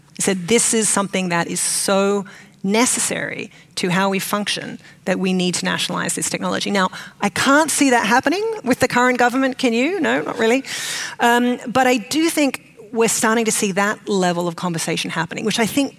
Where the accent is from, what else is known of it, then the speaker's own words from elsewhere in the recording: Australia; moved away; I grew up in Australia